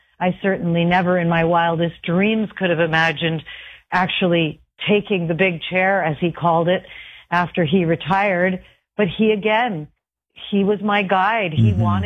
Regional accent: Kitchener, Ontario, Canada; moved away; I was working at CKCO TV in Kitchener, which was my hometown.

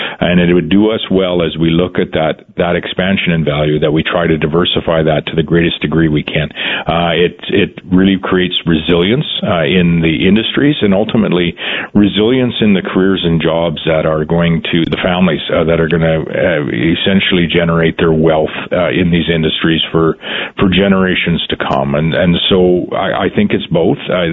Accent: Canada; First, the U.S. is our largest trading partner as a Canadian and as a province of Saskatchewan.

